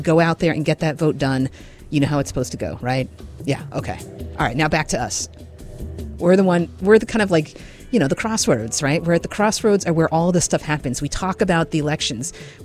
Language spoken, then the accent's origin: English; Barre, Vermont, United States; since I was a teenager growing up in Barrie City.